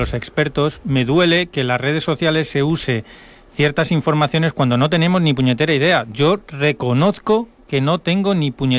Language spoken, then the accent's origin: Spanish; Madrid, Community of Madrid, Spain; born there; moved away; yo que soy de Madrid, nacido en Madrid, pero llevo tantos años aquí